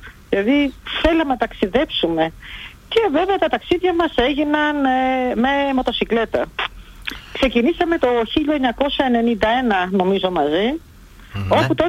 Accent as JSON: {"language": "Greek", "region": "Berlin", "country": "Germany", "tie": "born or raised there", "said": "Εγώ μεγάλωσα στην Γερμανία, ήταν γονείς μετανάστες εκεί."}